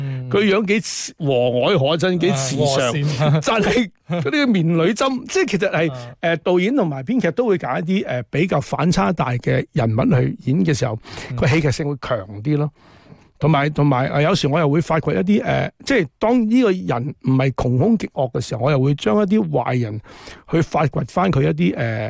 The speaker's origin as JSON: {"language": "Chinese", "town": "Guangzhou", "region": "Guangdong", "country": "China", "tie": "born or raised there", "moved": "yes", "said": "我小时候在广州，我很多那些亲戚都是做那个厨房的，"}